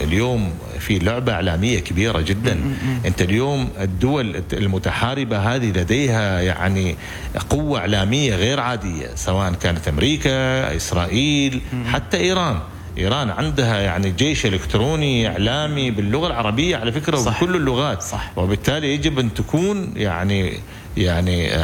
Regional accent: Oman; نحن كعمانيين

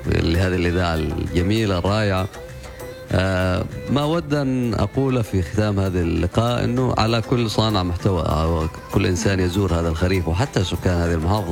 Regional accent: Dhofar, Oman; Arabic is a second language

